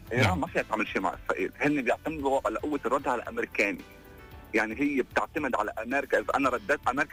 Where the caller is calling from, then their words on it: Beirut, Beirut Governorate, Lebanon; من بيروت.